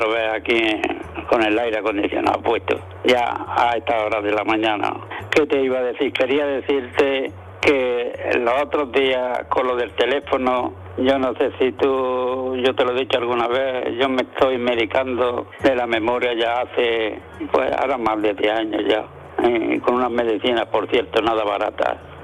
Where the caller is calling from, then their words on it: Almuñécar, Andalusia, Spain; de Almuñécar